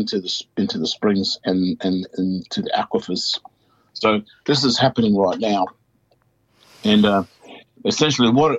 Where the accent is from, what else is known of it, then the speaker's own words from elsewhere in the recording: Queensland, Australia; Yeah, we're the custodians of the country in the Galilee Basin in central Queensland. We're the direct descendants of the original Wangan Jagalingu people